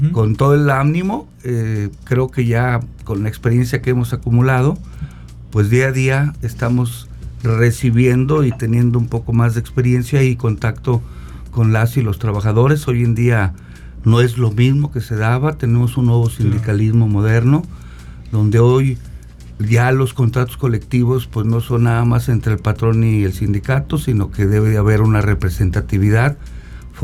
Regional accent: San Luis Potosí, Mexico; somos de San Luis, nos interesa el bienestar de San Luis.

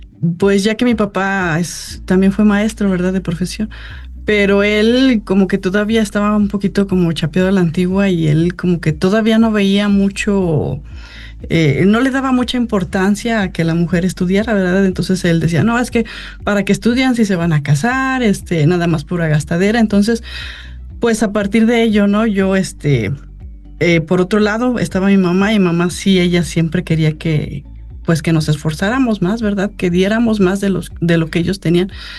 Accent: San Luis Potosí, Mexico; born there; yo nací aquí en San Luis Potosí

